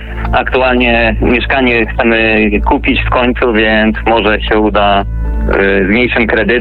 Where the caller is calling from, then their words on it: Szczecin, West Pomeranian Voivodeship, Poland; Ze Szczecina.